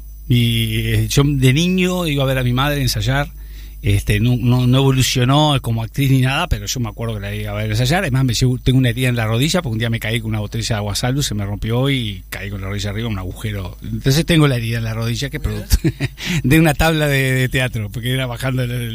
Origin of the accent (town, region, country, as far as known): Uruguay